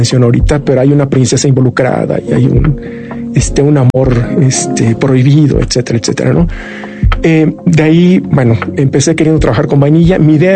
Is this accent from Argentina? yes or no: no; Querétaro, Mexico; moved away as an adult; now in Mexico City, Mexico; decidí salir de Querétaro, mi ciudad natal, me vine a la Ciudad de México.